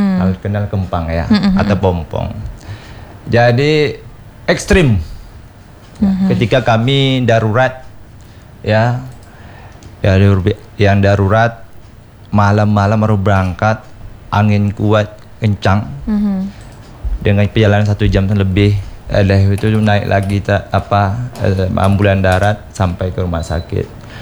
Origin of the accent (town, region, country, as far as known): Riau, Indonesia